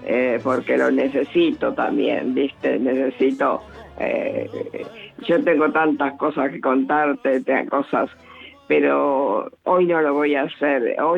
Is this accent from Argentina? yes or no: yes; Buenos Aires, Argentina; now in Moreno, Argentina; Antes era de Caballito, ahora soy de Moreno.